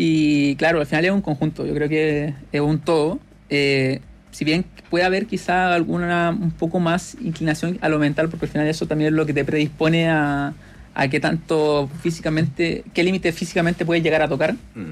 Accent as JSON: {"language": "Spanish", "country": "Chile", "said": "ya a nivel como seleccionado chileno"}